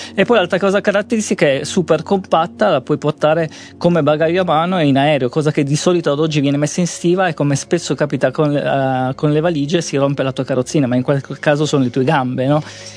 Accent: Sicily, Italy; now in Turin, Italy; sono siciliano.

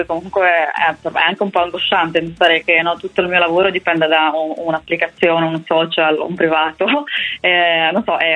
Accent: Rimini, Emilia-Romagna, Italy; Esatto, infatti sono molto contenta, io sono cresciuta a Rimini

